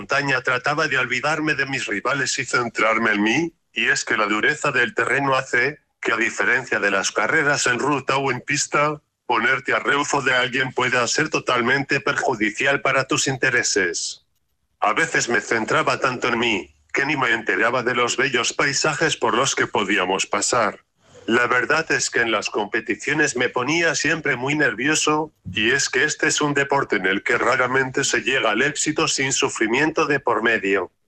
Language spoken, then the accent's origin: Spanish; Castile and León, Spain; Estábamos de vacaciones en mi pueblo de Salamanca.